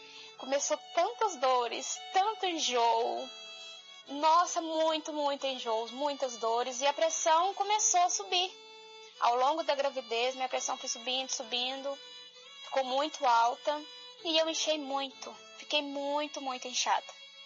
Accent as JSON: {"language": "Portuguese", "town": "Santo Antônio do Itambé", "region": "Minas Gerais", "country": "Brazil", "said": "sou de Santo Antônio do Itambé, Minas Gerais."}